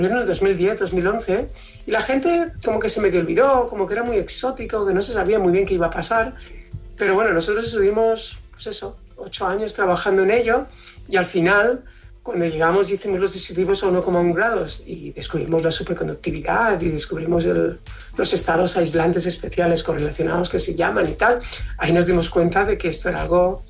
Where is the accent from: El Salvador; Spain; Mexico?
Spain; Valencian Community; Aquí la gente llama a cualquier cosa paella y como buen valenciano tenemos que corregir y puntualizar mucho.